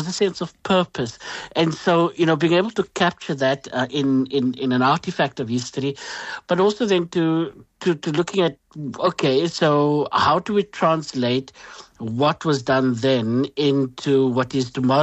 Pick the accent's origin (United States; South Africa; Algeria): South Africa; Bonteheuwel, Western Cape; you cannot treat me differently because I grew up in Bonteville or because my skin is slightly browner than, you know, somebody who lives in the shade of Table Mountain.